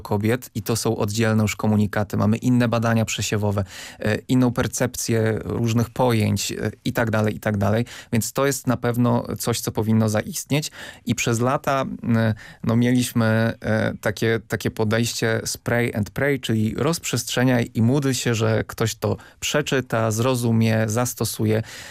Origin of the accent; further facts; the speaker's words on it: Lublin Voivodeship, Poland; Ja pochodzę z niedużego miasta na Lubelszczyźnie i tam są siłownie na świeżym powietrzu.